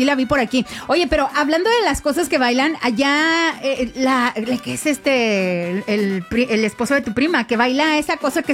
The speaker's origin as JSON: {"language": "Spanish", "region": "Durango", "country": "Mexico", "tie": "born there", "said": "ya nací allá en Durango"}